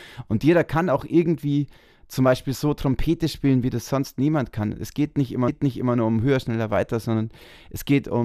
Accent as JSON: {"language": "German", "region": "Bavaria", "country": "Germany", "tie": "born or raised there", "said": "Weitestgehend ist das schon meine Heimat, aber Epps ist schon in Tirol. Meine Heimat ist Oberallgäu und wir kommen nur 5 Kilometer von Tirol."}